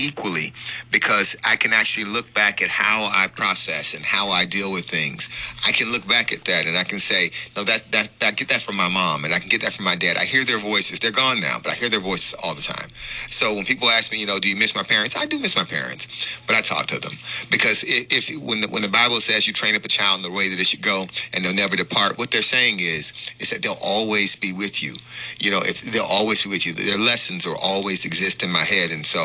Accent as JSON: {"language": "English", "area": "Miami-Dade County", "region": "Florida", "country": "United States", "tie": "born or raised there", "said": "I grew up in Miami-Dade County. I was born and raised here. And so I grew up, you know, I born in 1972, you know, went to high school, graduated there in 90. And so I've grown up with Haitians in the community."}